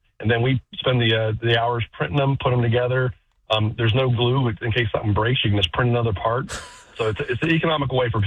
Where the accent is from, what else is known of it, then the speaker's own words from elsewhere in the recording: Austin, Texas, United States; I'm actually from Austin, driving through Houston to deliver a little 3D printed wheelchair for children.